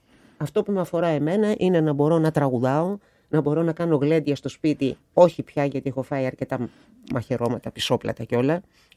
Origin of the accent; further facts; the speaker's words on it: Elefsina, Attica, Greece; μεγάλωσα στην Ελευσίνα